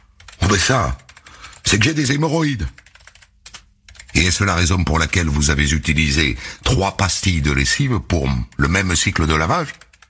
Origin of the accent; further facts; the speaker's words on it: Martinique; On voulait aller vivre tous les deux chez moi, en Martinique